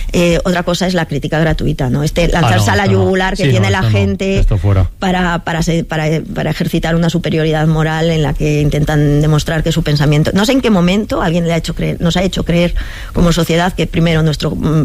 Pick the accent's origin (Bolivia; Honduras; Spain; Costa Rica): Spain; San Sebastián, Basque Country; porque soy Donostiarra